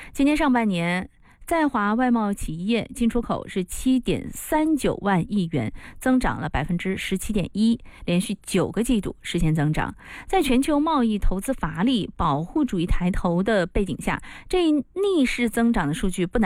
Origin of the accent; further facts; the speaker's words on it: Shenzhen, Guangdong, China; 作为一个深圳人